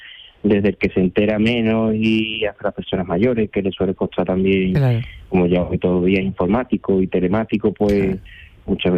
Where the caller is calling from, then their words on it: Camas, Andalusia, Spain; Pues yo en Camas